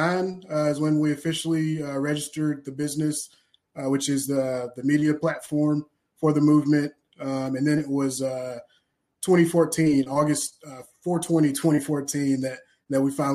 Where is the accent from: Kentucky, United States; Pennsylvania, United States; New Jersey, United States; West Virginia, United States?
Kentucky, United States; Bowling Green; moved away as an adult; now in Chicago, United States; I'm from Bowling Green, Kentucky. I went to Bowling Green High School, then went to Georgetown College, then came up to Chicago